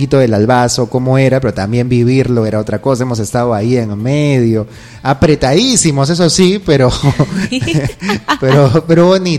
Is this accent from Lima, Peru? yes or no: yes; Lima, Peru; now in Lamas, Peru; Evidentemente, vine de Lima a Lamas con mi esposa, pues a vivir aquí. Si bien la familia de mi esposa es de Lamas, ya conocía Lamas